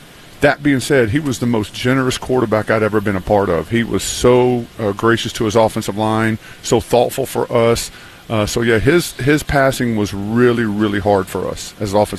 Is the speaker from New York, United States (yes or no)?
no; Texas, United States; now in Nashville, United States; I grew up in Texas.